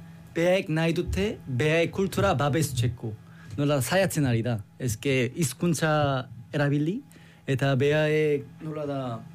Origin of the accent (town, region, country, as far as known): Seoul, South Korea; born there; Basque is a second language